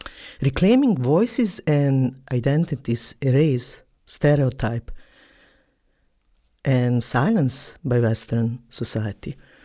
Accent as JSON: {"language": "English", "country": "Bosnia & Herzegovina", "second_language": "English", "said": "I come from Yugoslavia and then Bosna, it's important name for all of us"}